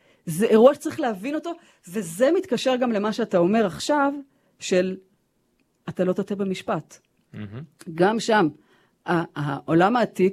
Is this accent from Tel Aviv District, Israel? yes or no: no; Jerusalem, Jerusalem District, Israel; אנחנו הרי לא ממעלה אדומים, אנחנו ירושלמים